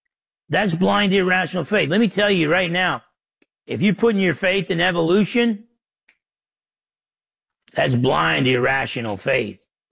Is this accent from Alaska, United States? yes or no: no; New Jersey, United States; found out I was Italian from New Jersey